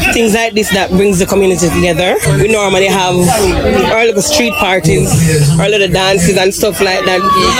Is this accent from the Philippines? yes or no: no; Jamaica; the community is very good. I enjoy growing up in Red Hills.